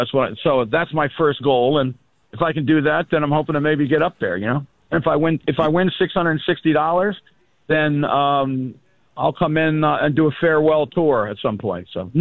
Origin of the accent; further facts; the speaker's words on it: Oklahoma, United States; I'm from Oklahoma.